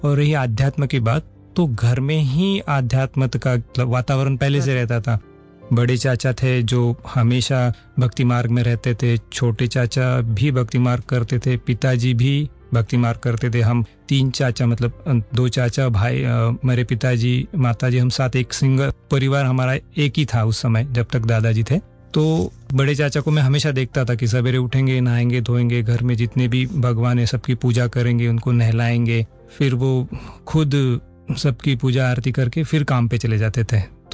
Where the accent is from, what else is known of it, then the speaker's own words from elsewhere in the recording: Kopargaon, Maharashtra, India; also born or lived in Nashik, India; मेरी पढ़ाई पूरी हुई अहमदनगर डिस्ट्रिक्ट महाराष्ट्र में, कोपरगाँव करके एक तहसील है, तो वहाँ पे हमारे पिताजी जॉब करते थे, तो वहीं पे हमारी पढ़ाई शुरू से लेके आखिर तक सब कुछ वही हुई। बचपन भी कोपरगाँव एक छोटा तहसील है